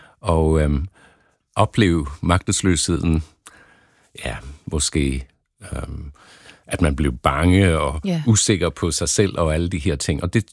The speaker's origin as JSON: {"language": "Danish", "country": "Australia", "lives_now": "Denmark", "said": "Ja, jeg kom til Danmark fra Australien i sin tid"}